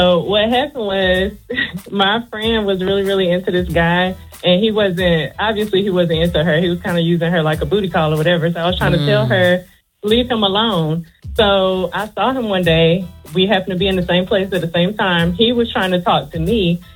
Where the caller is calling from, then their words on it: North Carolina, United States; I'm calling from North Carolina.